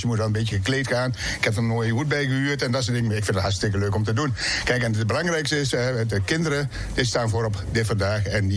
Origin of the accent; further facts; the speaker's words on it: Gelderland, Netherlands; accent: soft G; now in Noordscheschut, Netherlands; Ik kom uit de buurt van Arnhem.